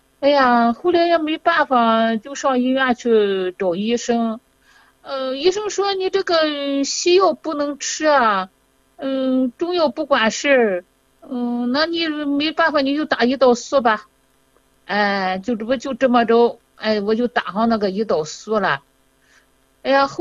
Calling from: Shandong, China; 我是山东的。

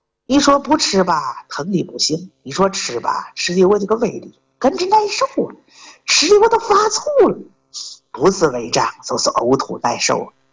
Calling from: Tianjin, China; 我是天津的。

